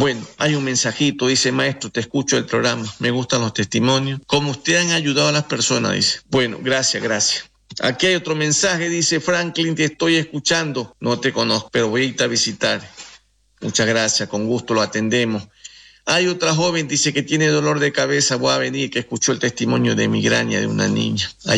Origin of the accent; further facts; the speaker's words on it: Ecuador; vengo de la familia bien católica mi familia. Como ecuatoriano que vengo de la mitad del mundo, donde pasa la línea equinocial de esa alta montaña